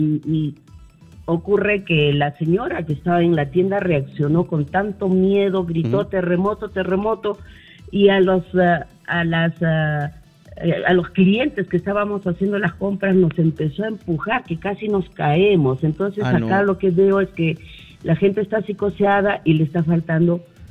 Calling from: Andahuaylas, Apurímac, Peru; llamo de Andahuaylas.

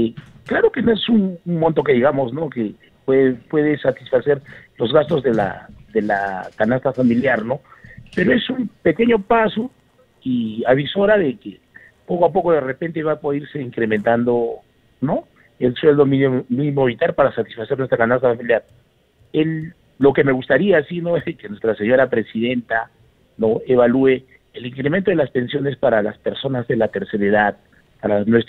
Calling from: Arequipa, Peru; Desde la ciudad de Arequipa.

